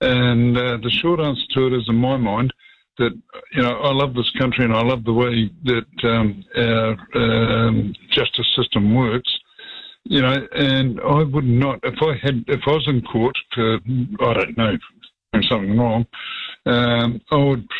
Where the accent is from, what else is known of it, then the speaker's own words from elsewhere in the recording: New Zealand; I do truly believe that that's what you, it's part of what you've got to do as a Kiwi.